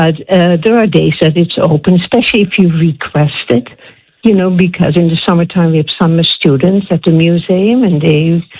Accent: Netherlands; now in Gravelbourg, Canada; I was born in the Netherlands.

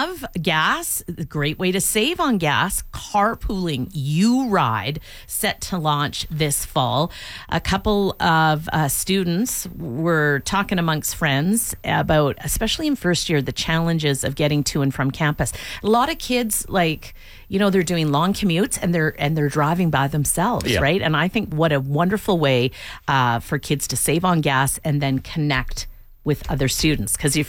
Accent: Vancouver, British Columbia, Canada; moved away; You know I'm from Vancouver.

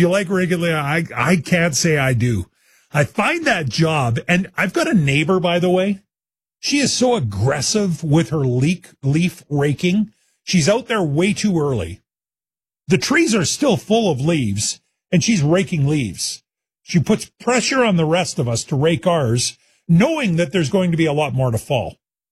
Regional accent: Saskatchewan, Canada; also born or lived in Alberta; I grew up in Saskatchewan, although I did live in Alberta for a year.

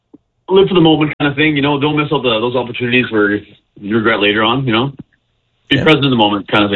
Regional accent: Saskatchewan, Canada; I was born and raised in Cornack, Saskatchewan.

